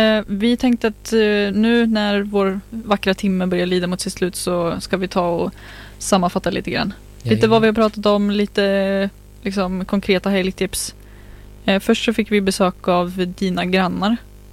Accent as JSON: {"language": "Swedish", "town": "Sundsvall", "region": "Västernorrland County", "country": "Sweden", "said": "Det brukar vara en så här årlig thai-festival i Sundsvall där jag är ifrån."}